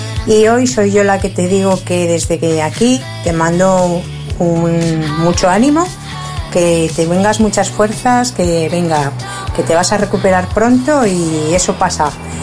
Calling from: Cantabria, Spain; de Cantabria

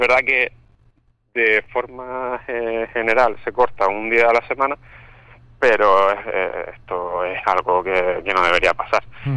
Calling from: Güime, Canary Islands, Spain; yo vivo en Güime

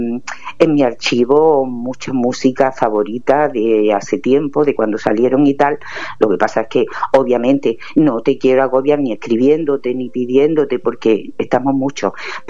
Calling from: Andalusia, Spain; yo te llamo de Granada del Norte.

